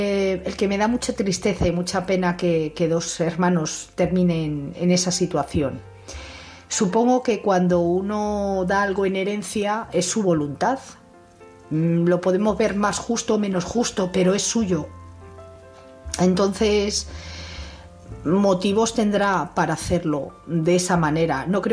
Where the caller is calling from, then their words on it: Madrid, Community of Madrid, Spain; Hola, buenas noches. … de Madrid.